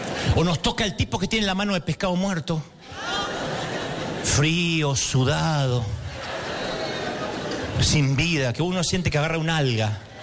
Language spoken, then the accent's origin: Spanish; Argentina; yo estaba en Televisión Nacional en mi país, en Argentina